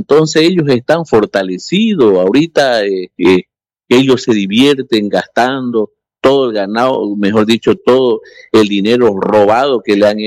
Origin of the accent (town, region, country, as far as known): Bolivia